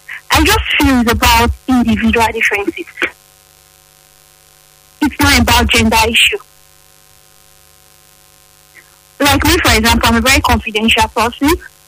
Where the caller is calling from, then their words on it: Ugbo, Nigeria; calling from Ugbo.